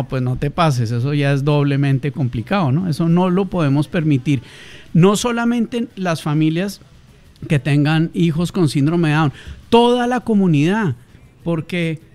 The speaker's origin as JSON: {"language": "Spanish", "country": "Colombia", "moved": "as an adult", "lives_now": "Peru", "said": "Yo tengo 30 años en Perú, yo soy de Colombia, 30 años en Perú"}